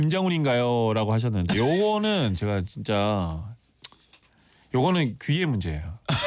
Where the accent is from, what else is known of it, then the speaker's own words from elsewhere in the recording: Gyeongsang, South Korea; 저는 이제 경상도 지역이니까